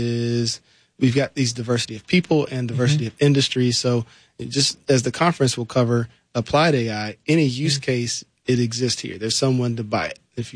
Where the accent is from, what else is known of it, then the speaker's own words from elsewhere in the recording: Charlotte, North Carolina, United States; I grew up in Charlotte, North Carolina.